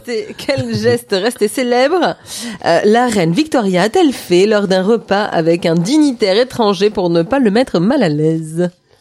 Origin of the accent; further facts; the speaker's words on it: France; Chez nous en France